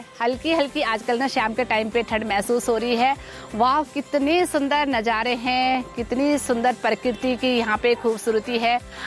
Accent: Mukhwa, Uttarakhand, India; हमारे गांव मुखवा

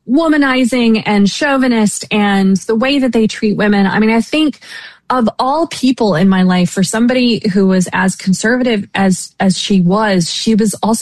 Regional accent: Oklahoma, United States; I think he knows that I'm from Oklahoma because he keeps seeing each other on planes all the time.

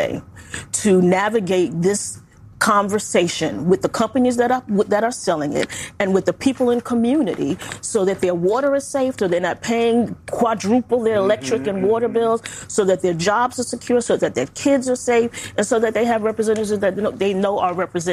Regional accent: New York City, New York, United States; I'm from Brooklyn.

